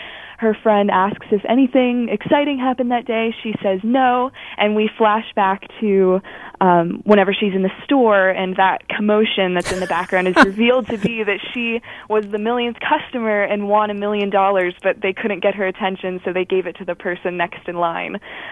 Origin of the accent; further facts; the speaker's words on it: Bridgeville, Pennsylvania, United States; I'm from Bridgeville, about 20 minutes out of Pittsburgh. And I go to South Fayette High School.